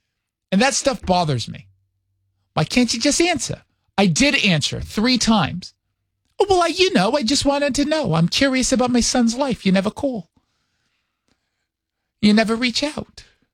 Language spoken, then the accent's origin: English; New York, United States; Yeah, she's from New York. Okay. I'm from New York.